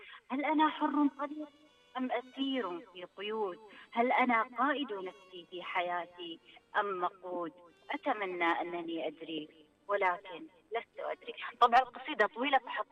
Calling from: Riyadh, Riyadh Province, Saudi Arabia; كلمك من الرياض

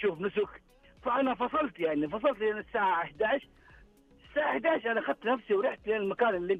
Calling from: Mecca, Makkah Province, Saudi Arabia; والله انا من مكه

